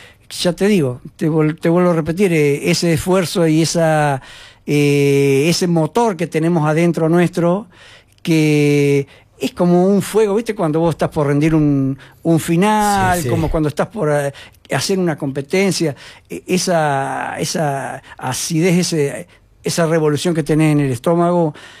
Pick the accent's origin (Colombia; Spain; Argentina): Argentina; General Pico, La Pampa; moved away as an adult; now in Santa Rosa, Argentina; yo soy de Pico y me vine en el 88 a Santa Rosa.